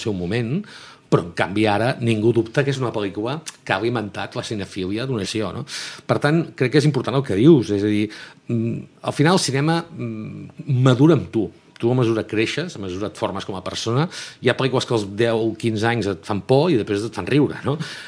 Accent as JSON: {"language": "Catalan", "town": "Girona", "region": "Catalonia", "country": "Spain", "tie": "born or raised there", "said": "es basa en una època que vaig viure de petit, a la ciutat meva, jo soc de Girona"}